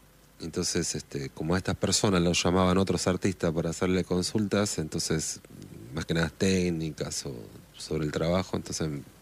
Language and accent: Spanish; Lincoln, Buenos Aires Province, Argentina; Vengo de Lincoln.